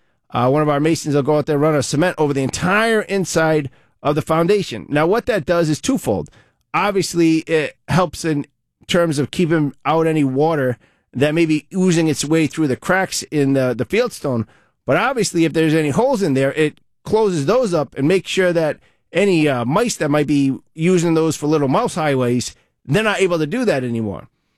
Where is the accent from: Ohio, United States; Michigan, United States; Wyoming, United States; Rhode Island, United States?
Rhode Island, United States; Providence; now in East Providence, United States; I grew up in one in Providence too. I grew up in the Honorable section of Providence in a home that was quite old